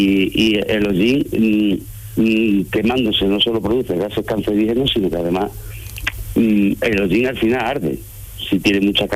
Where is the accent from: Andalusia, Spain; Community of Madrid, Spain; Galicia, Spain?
Andalusia, Spain; also born or lived in Seville; llevábamos pocos meses aquí viviendo los fines de semana y nos dimos cuenta que la vida realmente estaba aquí. Que ni mi mujer ni yo somos de Sevilla y que somos los dos de aquí de la provincia de Huelva. Y queríamos estar aquí y de hecho, pues bueno, ya en julio del año pasado nos mudamos aquí definitivamente